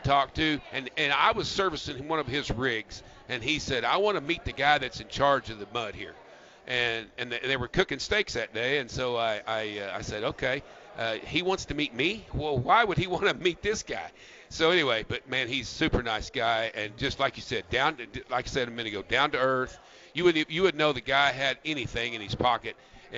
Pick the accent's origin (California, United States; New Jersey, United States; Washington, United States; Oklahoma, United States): Oklahoma, United States; that's where my roots are